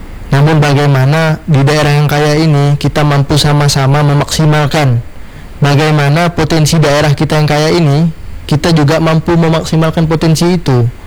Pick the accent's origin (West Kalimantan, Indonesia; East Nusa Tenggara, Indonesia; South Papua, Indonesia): West Kalimantan, Indonesia; kita bicara juga sebagai orang Kalbar